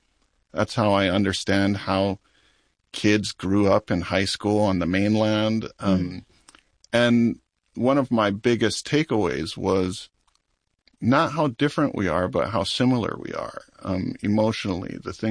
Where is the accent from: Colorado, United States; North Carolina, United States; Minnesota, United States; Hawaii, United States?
Hawaii, United States; I grew up on Maui, a small island in the middle of the Pacific Ocean